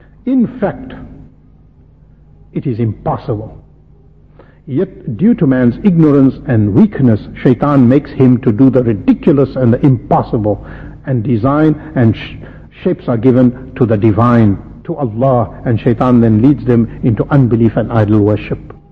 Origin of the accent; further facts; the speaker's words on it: South Africa; Here in South Africa, we know we've lived with it for so long.